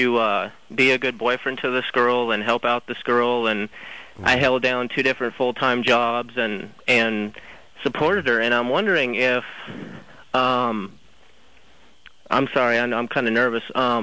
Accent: Texas, United States; Well, I'm back in my home state now.

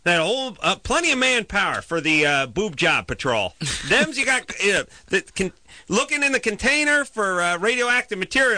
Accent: North Hollywood, California, United States; I'm from North Hollywood.

